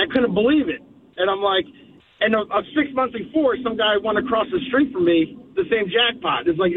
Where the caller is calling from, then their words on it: New Jersey, United States; from New Jersey.